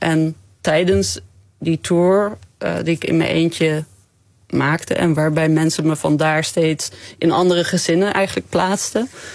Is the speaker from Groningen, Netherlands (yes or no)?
yes; Groningen, Netherlands; Ja, ik ben gewoon Nederlands uit Groningen.